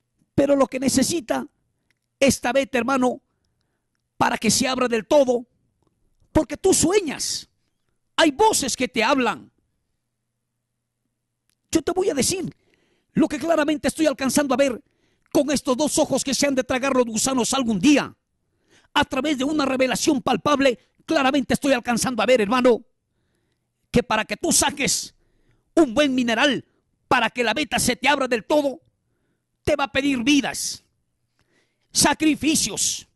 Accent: Peru; Todos como peruanos contamos con un seguro gratuito que es el SIS.

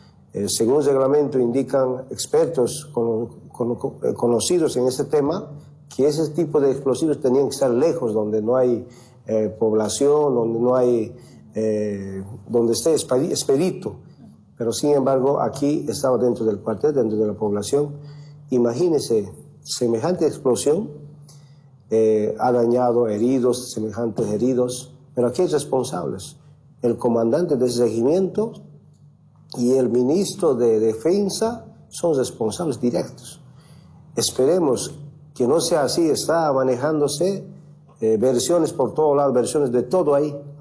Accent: Bolivia

